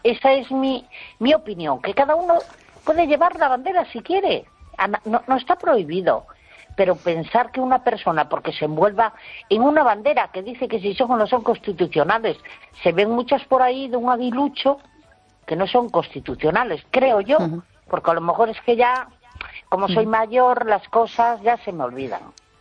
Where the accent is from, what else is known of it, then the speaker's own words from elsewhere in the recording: Spain; yo jamás he ido con una bandera a la calle porque yo soy española.